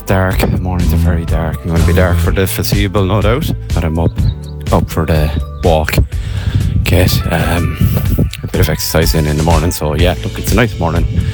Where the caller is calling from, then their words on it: Ennis, Munster, Ireland; in Ennis.